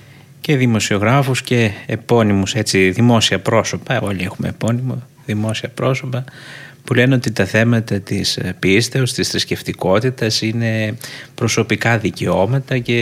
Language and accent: Greek; Greece; Είμαστε Έλληνες 365 μέρες στον χρόνο